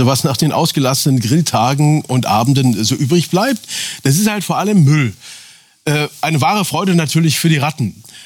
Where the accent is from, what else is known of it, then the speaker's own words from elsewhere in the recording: Berlin, Germany; Sag mal jetzt als Berliner.